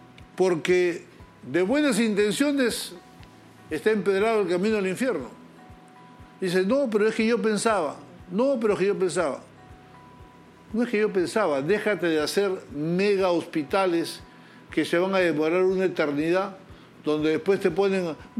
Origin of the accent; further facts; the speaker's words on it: Peru; como peruano y como médico